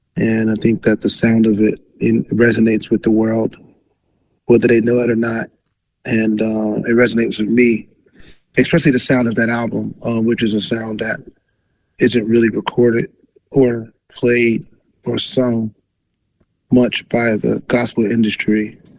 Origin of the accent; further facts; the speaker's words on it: New York, United States; Growing up in New York